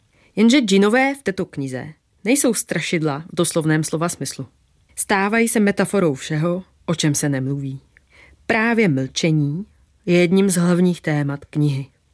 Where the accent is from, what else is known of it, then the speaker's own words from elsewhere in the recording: Poland; now in Prague, Czechia; Jsem Polka, žijí v Praze a když slyším na středoevropské ulici arménštinu, cítím se nejvíce doma.